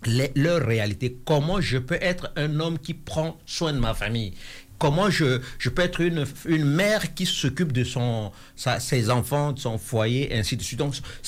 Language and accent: French; Central African Republic; moved away as an adult; now in Quebec City, Canada; je viens de la République centrafricaine.